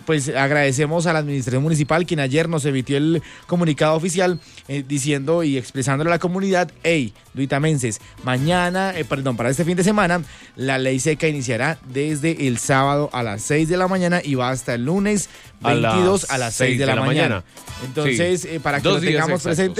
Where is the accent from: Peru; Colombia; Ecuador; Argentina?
Colombia; Tunja, Boyacá; moved away; hoy vamos para Tunja, entonces necesito llegar a mi tierra natal